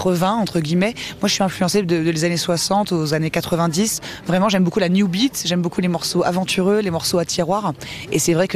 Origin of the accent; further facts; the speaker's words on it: Grand Est, France; je suis très attachée à ma région d'origine, où je vis encore, où j'ai ma petite maison avec mon home studio et la vie douce.